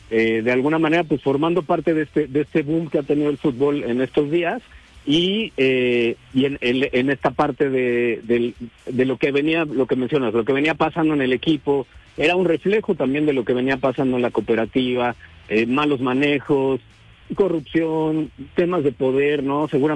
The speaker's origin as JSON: {"language": "Spanish", "country": "Mexico"}